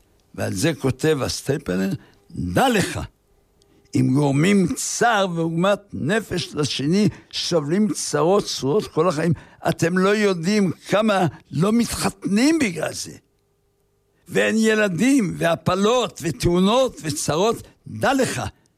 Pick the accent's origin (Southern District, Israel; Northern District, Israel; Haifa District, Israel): Haifa District, Israel; Haifa; אני גדלתי בחיפה